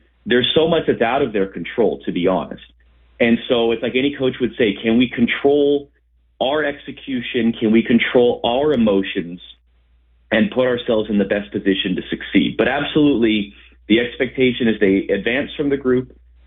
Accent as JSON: {"language": "English", "region": "Pacific Northwest", "country": "United States", "tie": "born or raised there", "said": "growing up a soccer fan, growing up in the Northwest"}